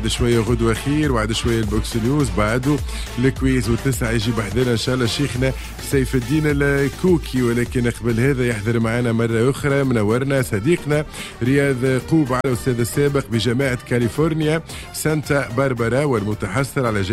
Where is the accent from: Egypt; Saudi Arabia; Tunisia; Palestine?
Tunisia; عندنا في تونس